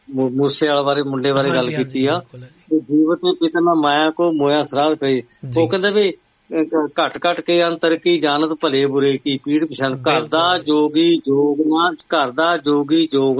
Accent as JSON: {"language": "Punjabi", "region": "Punjab", "country": "India", "said": "ਗੰਨਾ ਪਿੰਡ ਵੀ ਵਿੱਚ ਉਹਦਾ, ਮੀਆਂ ਵਾਲੇ ਵੀ ਵਿੱਚ ਉਹਦਾ, ਮੇਰਾ ਇਲਾਕਾ ਉਹੀ ਆ, ਉੱਥੇ ਮੇਲਾ ਹੁੰਦਾ ਮੌ ਸਾਹਿਬ"}